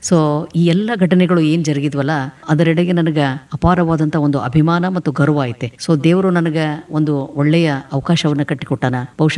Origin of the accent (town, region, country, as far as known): Shiggaon, Karnataka, India; born or raised there